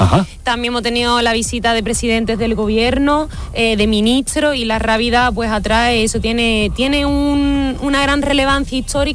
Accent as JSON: {"language": "Spanish", "town": "Palos de la Frontera", "region": "Andalusia", "country": "Spain", "said": "mi pueblo"}